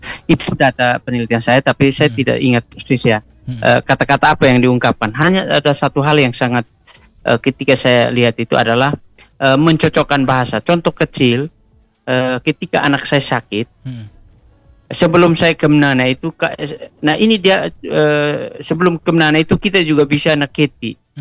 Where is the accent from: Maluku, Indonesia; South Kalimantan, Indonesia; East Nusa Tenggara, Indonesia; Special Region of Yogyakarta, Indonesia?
East Nusa Tenggara, Indonesia; ketika kita bertemu dan damai, ritualnya dalam kalangan kami orang Atoni itu adalah nakiti.